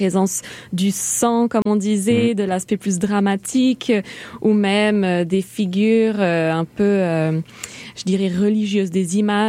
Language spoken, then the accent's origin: French; Barcelona, Catalonia, Spain; also born or lived in Indonesia / Chile; Non, en fait, je suis née en Espagne, à Barcelone.